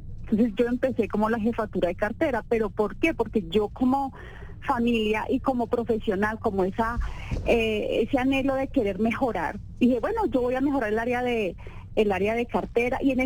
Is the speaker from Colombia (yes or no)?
yes; Bogotá, Bogotá Capital District, Colombia; Sí, en así Bogotá. Es, en Bogotá